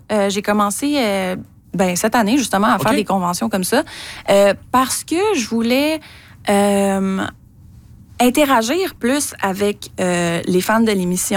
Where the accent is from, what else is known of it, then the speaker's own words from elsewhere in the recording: Montreal, Quebec, Canada; Moi, je viens de Montréal.